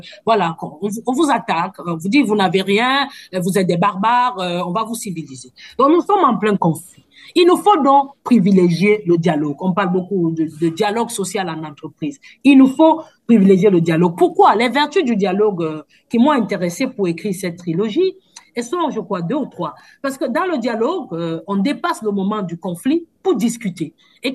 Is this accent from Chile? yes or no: no; Cameroon; j'ai été dans le bureau de ce qu'on appelle chez nous au Cameroun le BENSINE